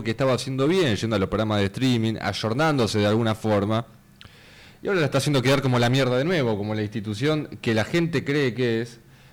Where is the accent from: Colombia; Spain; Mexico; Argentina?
Argentina